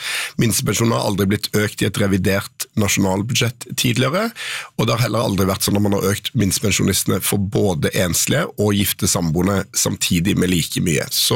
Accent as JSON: {"language": "Norwegian", "town": "Stavanger", "region": "Rogaland", "country": "Norway", "lives_now": "Oslo, Norway", "said": "Jeg kommer fra Stavanger, jeg. Der er folk glade for Statsskipstunnel."}